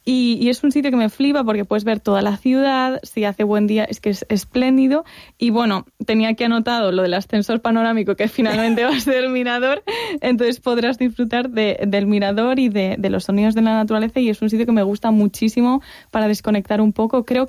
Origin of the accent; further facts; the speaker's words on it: As Pontes, Galicia, Spain; me voy a ir corriendo a las Pontes a ver cómo derriban un símbolo de mi pueblo